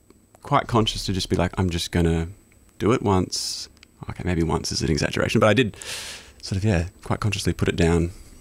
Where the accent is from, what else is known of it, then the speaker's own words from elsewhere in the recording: Ireland; well, I'm Irish, so I'm going to create a traditional Irish folk album